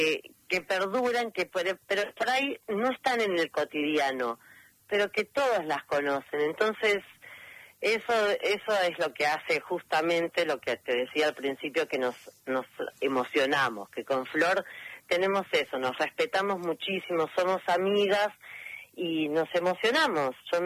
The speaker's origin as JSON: {"language": "Spanish", "country": "Argentina", "said": "porque no nos quedamos quietas, somos mujeres, somos argentinas"}